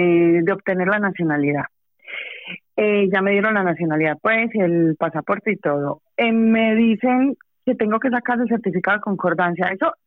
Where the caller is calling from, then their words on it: Toledo, Castilla-La Mancha, Spain; de Toledo.